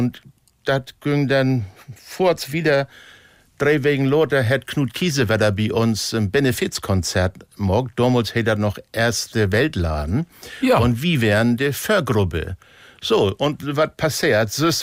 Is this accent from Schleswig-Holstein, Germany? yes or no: yes; Klein Nordende, Schleswig-Holstein, Germany; Das ist bei uns in Dörben, Klein Nordende, liegt wie im Zorn, 30